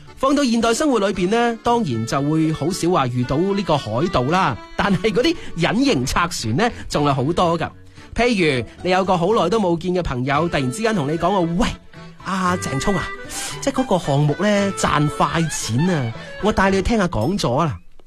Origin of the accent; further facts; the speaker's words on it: Guangdong, China; 呢一句说话体现出我哋广东人好务实、好拼搏嘅精神。